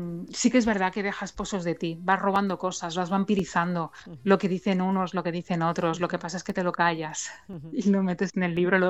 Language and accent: Spanish; Andratx, Balearic Islands, Spain; Sí, mi pueblo. Es que además me encanta mi pueblo y volverá a salir Andratx también.